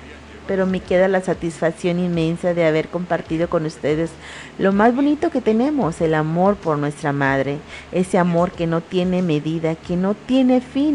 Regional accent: Tizimín, Yucatán, Mexico; la que siempre les habla con el corazón en la mano, transmitiendo con mucho orgullo y todo el cariño del mundo desde mi tierra hermosa, desde Tizimín, Yucatán

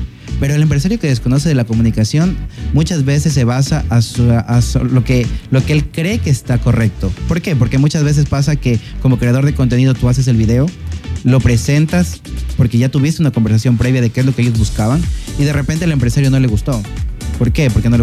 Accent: Ecuador; para nosotros como ecuatorianos

